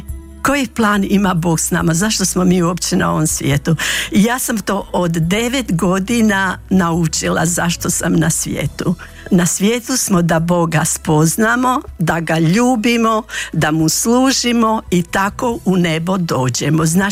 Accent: Grabovica, Federation of Bosnia and Herzegovina, Bosnia & Herzegovina; Ja sam rođena u Grabovici, znači općina Tomislavgrad.

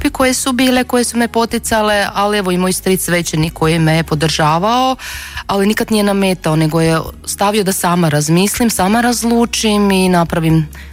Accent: Sveti Ilija, Varaždin County, Croatia; moved away as an adult; now in Zagreb, Croatia; ja sam zapravo rodom iz Župe Sveti Ilija kod Varaždina

